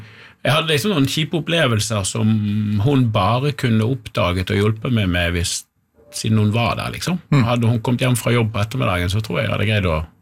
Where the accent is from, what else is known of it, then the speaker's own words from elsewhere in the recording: Askøy, Vestland, Norway; moved away as an adult; also born or lived in Trondheim; Da jeg flyttet fra Bergen, eller fra Askøy, da jeg var sånn 18-19, dro til Trondheim og begynte å studere